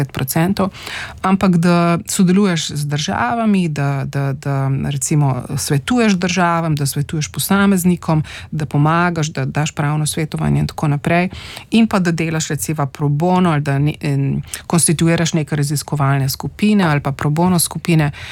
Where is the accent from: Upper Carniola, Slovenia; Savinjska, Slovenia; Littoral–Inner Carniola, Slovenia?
Littoral–Inner Carniola, Slovenia; Postojna; Jaz sem odraščala v Postojni, se pravi pri, oziroma bom rekla splošno na Primorske